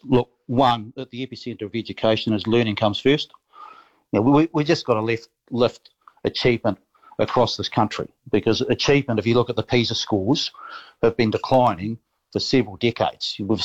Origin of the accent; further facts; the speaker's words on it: New Zealand; I'm a New Zealander. I want New Zealand to do well economically and socially.